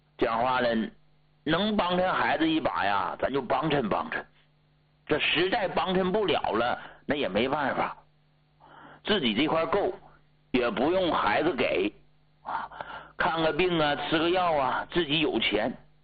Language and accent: Chinese; Heilongjiang, China; moved away; 因为本身你看我老家黑龙江的啊，前些年呢回去过啊，回老家